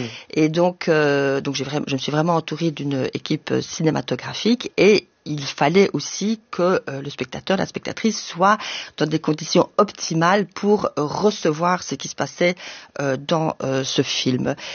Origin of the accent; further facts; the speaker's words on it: Luxembourg; also born or lived in Brussels, Belgium; Je suis née à Bruxelles, d'une mère espagnole, d'un père belge. Ensuite, j'ai grandi au Grand-Duché de Luxembourg et j'ai vécu jusqu'à mes 18 ans.